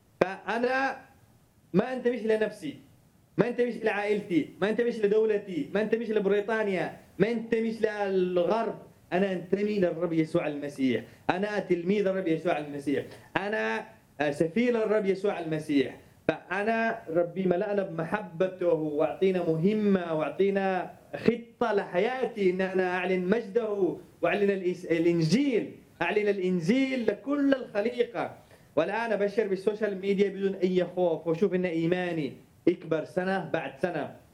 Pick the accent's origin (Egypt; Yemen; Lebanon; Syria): Yemen; أنا كإنسان يمني